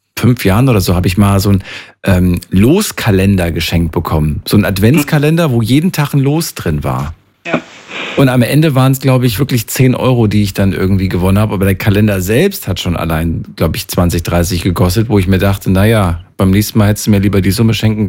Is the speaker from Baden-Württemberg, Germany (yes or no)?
yes; Karlsruhe, Baden-Württemberg, Germany; Ich komme aus der Ecke Karlsruh